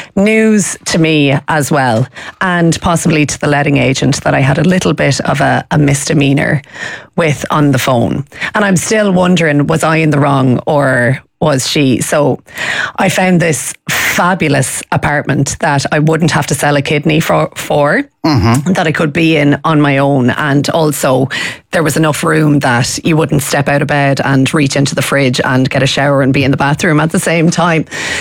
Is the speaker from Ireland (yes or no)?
yes; Laois, Leinster, Ireland; I'm from Laois